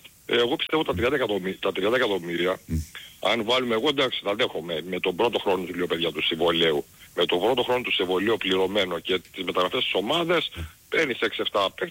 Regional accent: Chania, Crete, Greece; αλλά εγώ είμαι από τα Χανιά όμως.

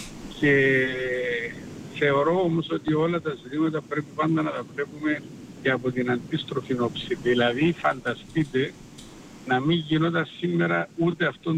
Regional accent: Cyprus; θα είμαι πάρα πολύ ευτυχισμένος σαν Κύπριος, όχι σαν Ελληνοκύπριος

